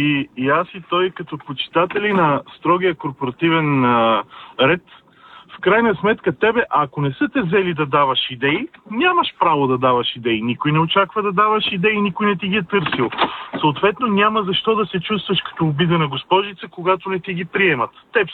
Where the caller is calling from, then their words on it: Sofia, Sofia City, Bulgaria; съм от София